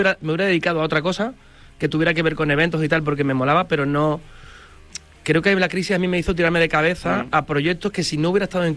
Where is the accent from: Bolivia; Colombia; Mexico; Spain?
Spain; La Rinconada, Andalusia; La Rinconada, sí, sí.